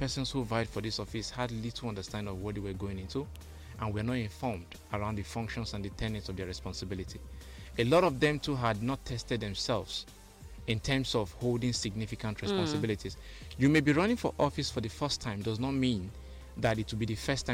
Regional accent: Northern Nigeria, Nigeria; moved away; I grew up in the North for 16 years. My Hausa is even stronger than my Igbo.

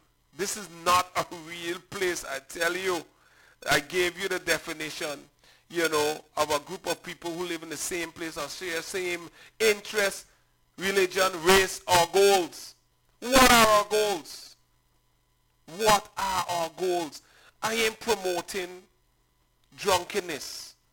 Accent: Sint Eustatius, Caribbean Netherlands; I come from Stacia.

